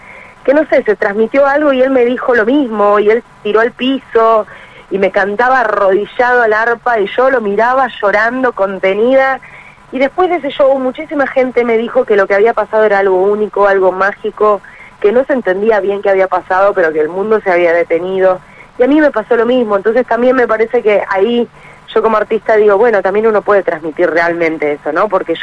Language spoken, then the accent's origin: Spanish; Buenos Aires, Argentina; Digamos, tengo mi parte rockera que siempre, si así, yo soy porteña, así que bueno, nada, me gusta todo lo que es el rock.